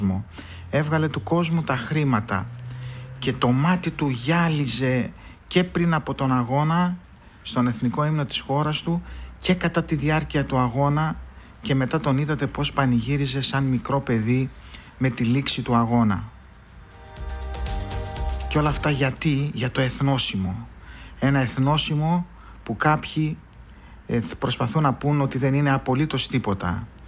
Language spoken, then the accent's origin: Greek; Greece; σαν φίλαθλος του ΠΑΟΚ και σαν Έλληνας που αγαπά την πατρίδα